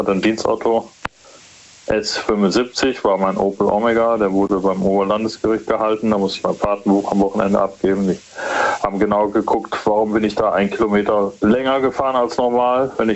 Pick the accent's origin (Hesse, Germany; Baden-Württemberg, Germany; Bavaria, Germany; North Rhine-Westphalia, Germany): Baden-Württemberg, Germany; Stuttgart; Ich habe ja, glaube ich, erzählt, ich komme aus Stuttgart und da gibt es viele Staffeln.